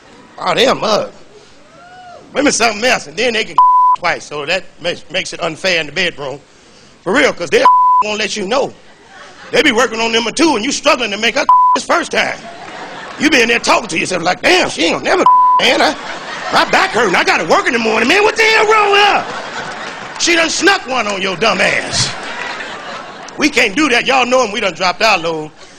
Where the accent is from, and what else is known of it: Chicago, Illinois, United States